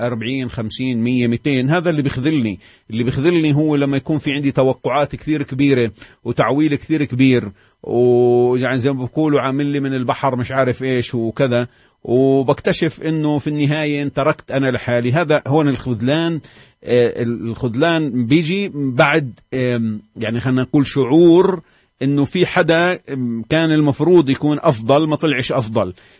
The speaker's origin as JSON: {"language": "Arabic", "country": "Palestine", "said": "كفلسطينيين"}